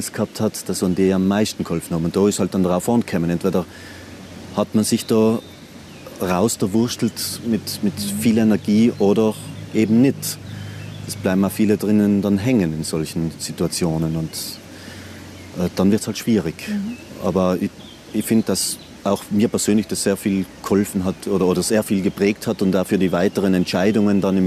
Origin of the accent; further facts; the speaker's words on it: Trentino-Alto Adige, Italy; die waren auch größeren Almen entweder in der Schweiz oder bei uns in Südtirol